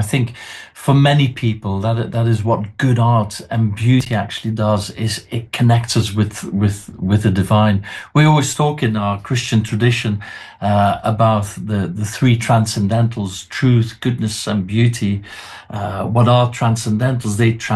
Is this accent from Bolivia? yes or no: no; Bruges, Flanders, Belgium; moved away as an adult; now in London, United Kingdom; So I grew up in Belgium, in Bruges, and then age 23, I came to London